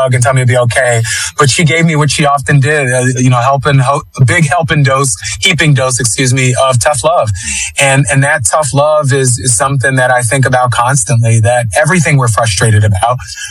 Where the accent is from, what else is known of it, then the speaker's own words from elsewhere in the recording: Philadelphia, Pennsylvania, United States; spent a lot of time growing up in Kensington. And if anybody knows Kensington and Somerset, that's right, the heart of the heroin epidemic.